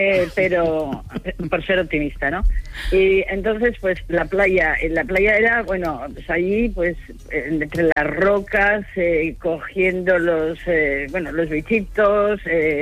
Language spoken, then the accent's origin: Spanish; Zumárraga, Basque Country, Spain; moved away as an adult; now in Cizur, Spain; Bueno, pues yo tengo dos pueblos. El mío, que donde nací, Zumárraga, en Guipúzcoa, y el otro es Zumaya